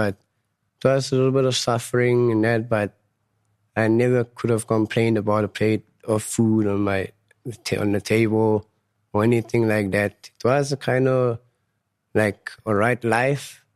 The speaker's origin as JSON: {"language": "English", "town": "Johannesburg", "region": "Gauteng", "country": "South Africa", "tie": "born or raised there", "second_language": "English", "said": "I grew up in Fitas, in Vredendorp, my hometown in Johannesburg. It's quite a nice area if you get to know the people and the people knows you. But it's a quite poor town."}